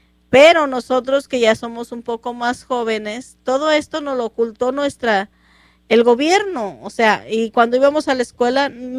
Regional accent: Mexico; los que somos mexicanos, de dónde venimos, cuáles son nuestras raíces.

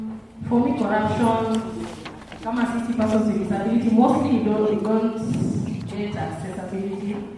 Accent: Kawangware, Nairobi, Kenya; from Kawangware, and I represent persons with disability.

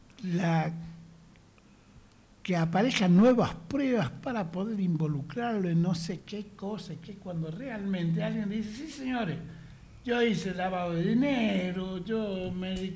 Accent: Argentina; los argentinos somos argentinos.

